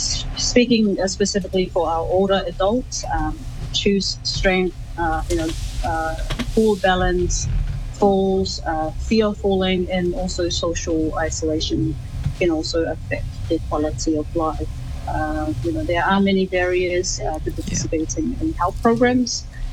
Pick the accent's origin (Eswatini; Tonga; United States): Tonga; moved away; I am Tongan, a wife and a mother of three daughters. I grew up in Tonga, where I was raised by my grandmother.